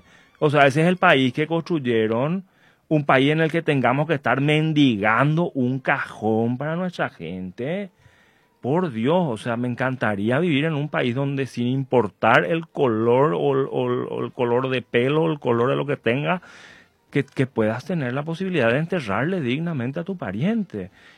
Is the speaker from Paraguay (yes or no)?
yes; Paraguay